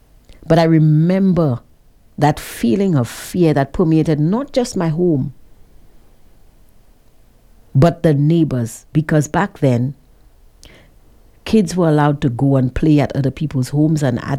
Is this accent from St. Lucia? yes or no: yes; St. Lucia; born there; I was born in Cicero, but I didn't spend most of my life there.